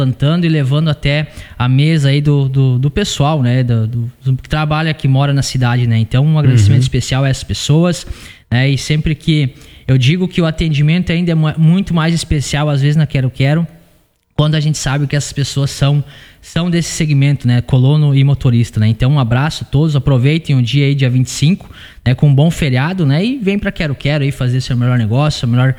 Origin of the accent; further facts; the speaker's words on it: Palmitinho, Rio Grande do Sul, Brazil; Eu sempre falo que hoje eu tenho orgulho de lembrar de onde vim, né? Do interior lá de Palmitinho, então, filhos de pai e mãe, né? Do interior, né?